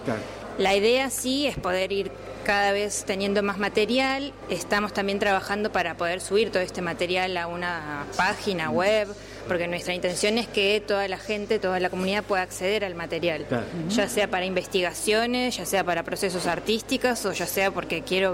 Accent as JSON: {"language": "Spanish", "town": "Ushuaia", "region": "Tierra del Fuego", "country": "Argentina", "said": "hoy estamos aquí en Tolhuin y en Río Grande, porque somos de Ushuaia."}